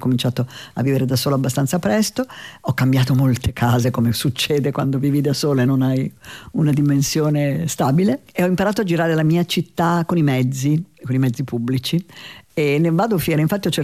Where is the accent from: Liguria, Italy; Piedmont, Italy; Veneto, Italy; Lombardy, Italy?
Lombardy, Italy; Milan; sono nata a Milano, ho continuato a vivere a Milano